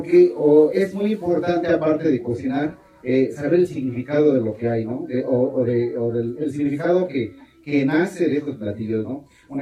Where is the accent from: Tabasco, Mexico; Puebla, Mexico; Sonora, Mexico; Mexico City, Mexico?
Puebla, Mexico; San Andrés Cholula; yo vengo de la comunidad de San Manuel Tlaxcalancingo, en San Andrés Cholula